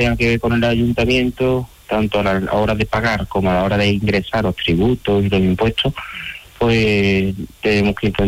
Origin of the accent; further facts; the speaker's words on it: Seville, Andalusia, Spain; como soy de Sevilla, pues de la provincia.